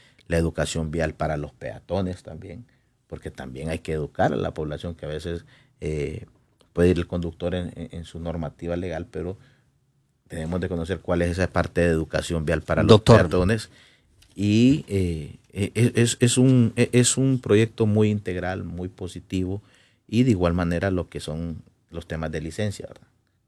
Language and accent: Spanish; Honduras